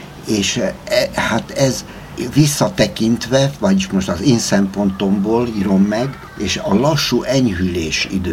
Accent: Budapest, Hungary; az anyai nagyapám, akik neveltek engem ott Teleki téren.

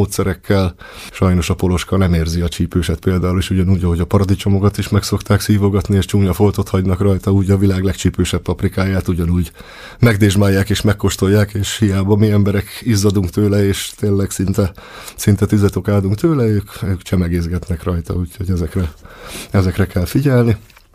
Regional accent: Hungary; moved away as an adult; also born or lived in Ireland; a kis telekről azt tudni kell, hogy én gyerekként ott nőttem föl.

